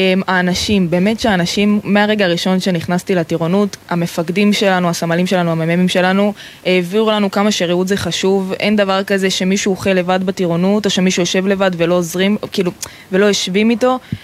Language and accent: Hebrew; Nahariya, Northern District, Israel; האמת היא שכל חיי אני מהצפון.